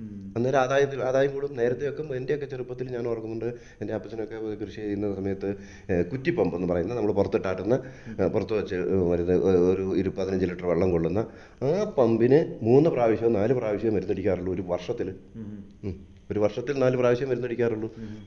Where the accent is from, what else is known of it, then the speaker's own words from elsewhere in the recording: Kerala, India; എരുളഞ്ചാല് പ്രദേശത്ത് ഞങ്ങളുടെ നാട്ടിലുണ്ടായിരുന്നത്.